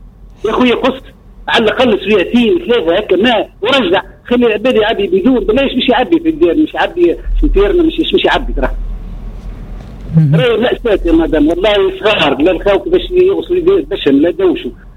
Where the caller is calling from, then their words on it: Tunisia; من الغرابة.